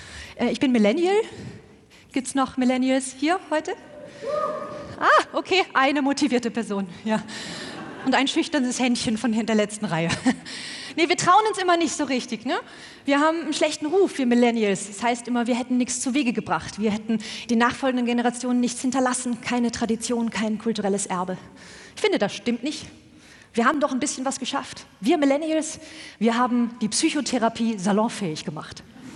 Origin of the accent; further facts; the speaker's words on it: Germany; now in Austria; dass ich als Deutsche in Österreich nicht wählen darf und bald dann auch mein deutsches Wahlrecht verliere